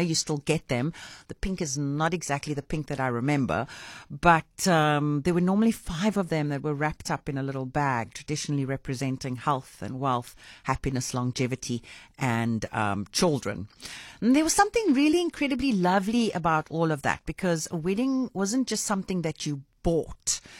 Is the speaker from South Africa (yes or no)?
yes; Cape Town, Western Cape, South Africa; I'm from Cape Town, and like so many Capetonians, I come from a wonderfully mixed cultural background.